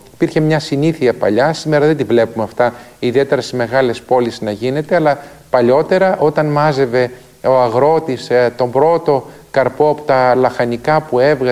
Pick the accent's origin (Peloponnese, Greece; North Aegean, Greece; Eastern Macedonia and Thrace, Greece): Eastern Macedonia and Thrace, Greece; Soufli; ενθυμούμε και στην πατρίδα μου τη Θράκη και στον Εύρο, στο Σουφλί που είχαν όλα αυτά τα μεταξωτά